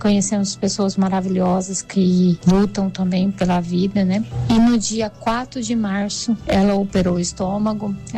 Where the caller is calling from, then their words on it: Bertioga, São Paulo, Brazil; sou de Bertioga